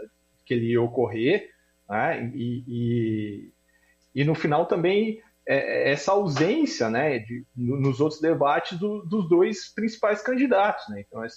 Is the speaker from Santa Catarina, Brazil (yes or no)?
yes; Joinville, Santa Catarina, Brazil; born there; moved away; eu sou nascido de Joinville, assim como a Carol, né, a gente saiu de Joinville